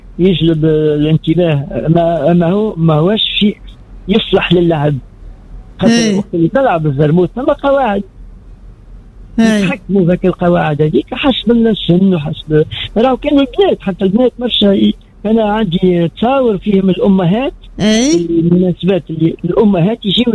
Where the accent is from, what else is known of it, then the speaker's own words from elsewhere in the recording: Tunis, Tunis Governorate, Tunisia; أنا من تونس نهبط للشفاقس